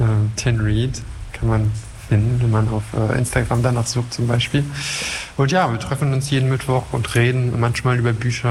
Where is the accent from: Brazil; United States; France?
France; now in Berlin, Germany; Ich komme aus Frankreich ursprünglich. Ich wohne aber seit Ewigkeiten schon hier in Berlin, in Deutschland.